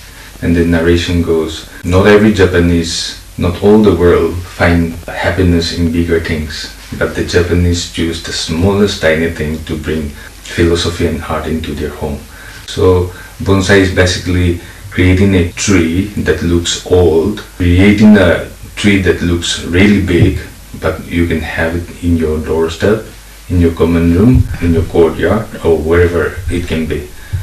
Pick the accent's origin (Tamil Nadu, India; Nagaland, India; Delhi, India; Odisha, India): Nagaland, India; Viswema; I'm from Visima